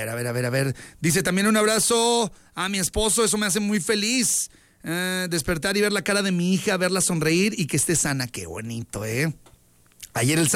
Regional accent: Saltillo, Coahuila, Mexico; Yo sí saludo y soy de Saltillo.

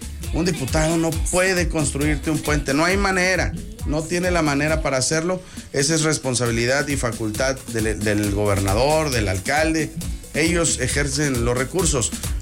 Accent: Saltillo, Coahuila, Mexico; somos orgullosamente de Saltillo.

